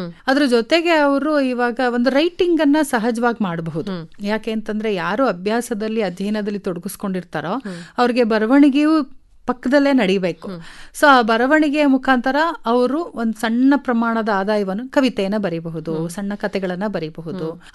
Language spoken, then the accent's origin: Kannada; Karnataka, India; ನಾವು ಕನ್ನಡಿಗರಾಗಿ